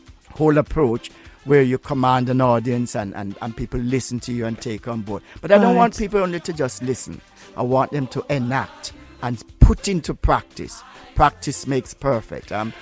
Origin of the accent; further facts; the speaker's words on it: Jamaica; now in United Kingdom; when I was growing up in Jamaica, we had something called fried dumpling or Johnny cake.